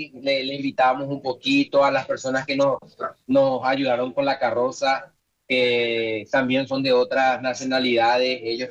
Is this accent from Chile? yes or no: no; Paraguay; now in New York, United States; un orgullo para nosotros como paraguayos representar.